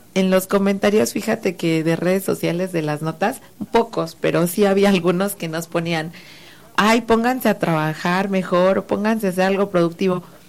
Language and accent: Spanish; San Juan del Río, Querétaro, Mexico; yo soy del municipio de San Juan del Río.